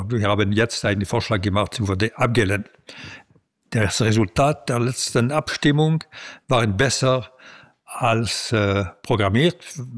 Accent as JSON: {"language": "German", "country": "Switzerland", "said": "Als Schweizer bin ich für die Verfassung."}